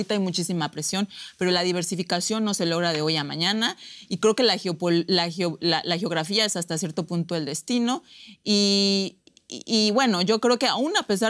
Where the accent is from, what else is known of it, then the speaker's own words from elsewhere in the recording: Mexico; El tema de la déficit, como mexicana, te puedo decir que el tema de la...